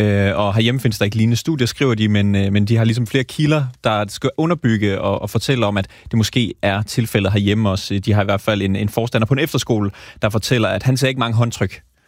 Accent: Jutland, Denmark; Så, som jyde kan jeg sige, vi krammer også en gang imellem i Jylland.

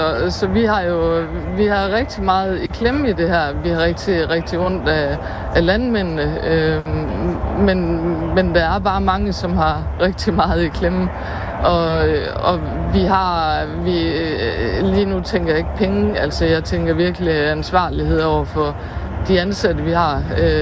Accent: Skave, Central Denmark Region, Denmark; Det er også, vi kommer fra Skave, og vi er jo bare en del af mange, som lever af landbruget.

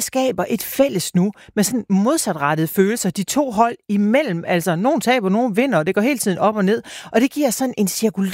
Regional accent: Aarhus, Central Denmark Region, Denmark; Og jeg er aarhusianer.

